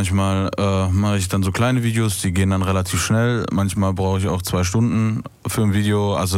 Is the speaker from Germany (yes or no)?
yes; North Rhine-Westphalia, Germany; ich komme aus dem Ruhrpott